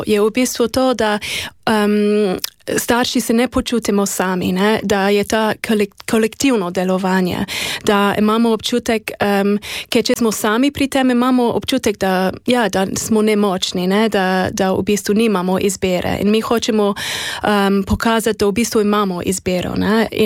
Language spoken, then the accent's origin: Slovenian; United Kingdom; Slovenian is a second language; jaz sem iz Velike Britanije